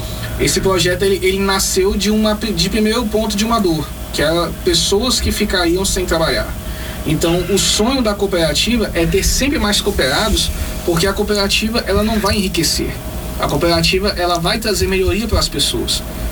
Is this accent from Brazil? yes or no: yes; Rio de Janeiro, Brazil; now in Anápolis, Brazil; eu vim do Rio de Janeiro, cheguei aqui em Anápolis em 2013